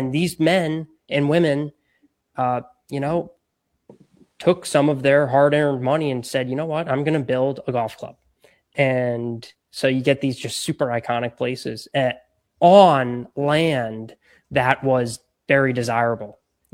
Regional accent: Florida, United States; I grew up golfing in Florida and in the South, and it felt a little more manufactured to me.

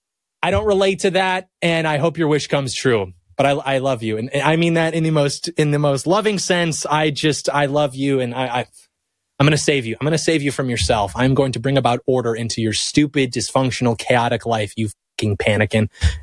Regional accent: United States; I'm an American.

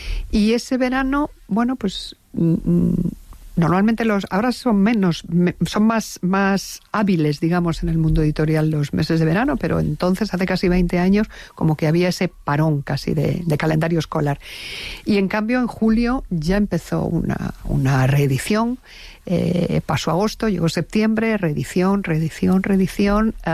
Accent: Spain; Nosotros que somos los españoles muy malos aprendices de inglés

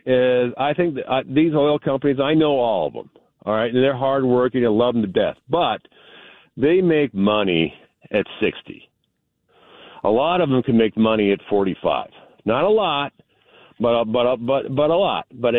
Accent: United States; I'm an American like you, And look, you know, people throw rocks at us all day long.

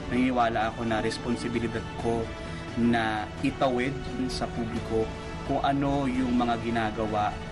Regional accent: Calabarzon, Philippines; Lumaki ako sa Cavite and growing up, parang I've always been curious and aware sa nangyayari sa paligid.

